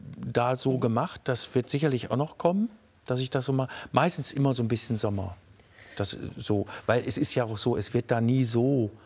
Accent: North Rhine-Westphalia, Germany; ich komme aus dem Ruhrgebiet und ich habe in der Zeit damals die Umrisse der Sonne nicht gesehen und auch keine Sternenhimmel, kannte ich nicht.

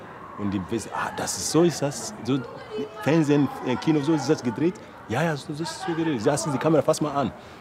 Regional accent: Sierra Leone; Ich komme aus Sierra Leone. Ich bin 47 Jahre alt

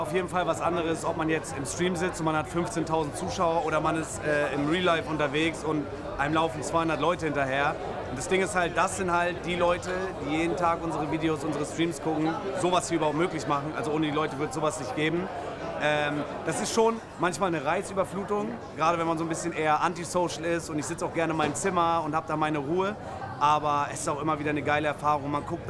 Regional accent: Kiel, Schleswig-Holstein, Germany; gerade so in meiner Heimatstadt in Kiel

